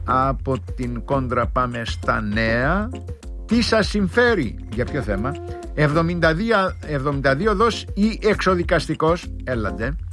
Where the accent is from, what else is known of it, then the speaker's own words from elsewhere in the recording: Crete, Greece; moved away; στην πατρίδα μου την Κρήτη